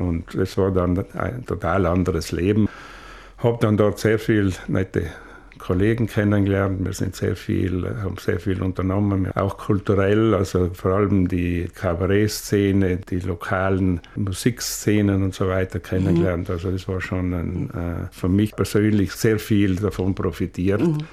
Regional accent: Trentino-Alto Adige, Italy; Ich war halt damals noch der schüchterne Bub vom Land und muss immer wieder dazu sagen, mit dem Reden sind wir Südtiroler oft ein bisschen faul

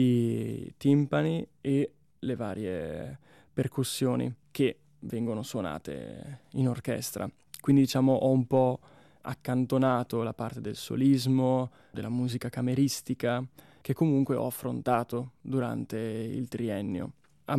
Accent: Verona, Veneto, Italy; moved away as an adult; now in Bolzano, Italy; io sono di Verona, da Verona mi sono trasferito a Bolzano

